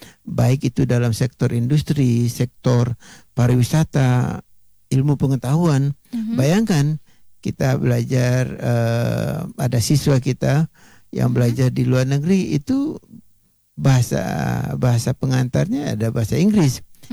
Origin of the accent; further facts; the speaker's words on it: West Sumatra, Indonesia; now in Jakarta, Indonesia; kalau kita orang Minang ya kita ada di Jakarta sekarang banyak ya sekali-sekali kita komunikasi dengan anak-anak dalam bahasa Minang umpamanya.